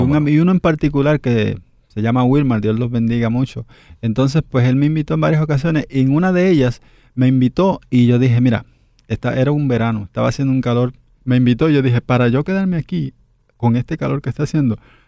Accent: Dominican Republic; el personal de la Federación de Deportes de la República Dominicana tuvo que bajar a mi pueblo. Y ahí, pues, ellos me vieron.

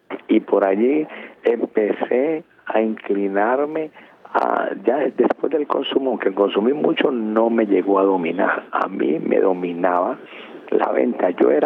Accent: Buenaventura, Valle del Cauca, Colombia; born there; now in Cali, Colombia; Yo nací en Buenaventura, que queda a 2 horas de Cali. Eso es un puerto, el primer puerto marítimo de Colombia sobre el Pacífico.

